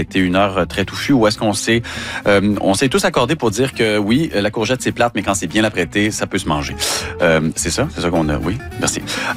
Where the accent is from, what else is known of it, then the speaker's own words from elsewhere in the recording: Quebec, Canada; je viens du Saguenay-Lac-Saint-Jean